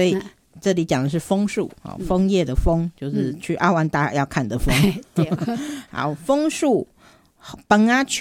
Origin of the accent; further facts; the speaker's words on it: Niaosong, Kaohsiung, Taiwan; 小时候，就是我们的家乡哦，歌雄有一个鸟松